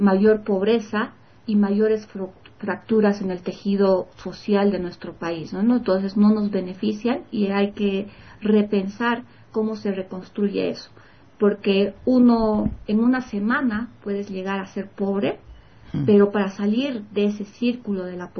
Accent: Bolivia; vivir de manera digna como bolivianos.

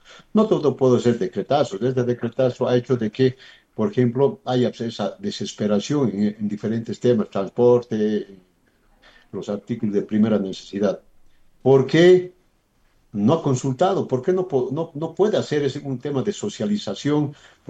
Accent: Potosí, Bolivia; Los potosinos estamos clamando

